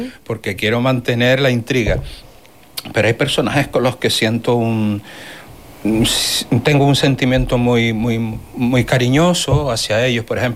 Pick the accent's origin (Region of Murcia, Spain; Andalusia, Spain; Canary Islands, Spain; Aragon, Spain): Canary Islands, Spain; yo que soy canario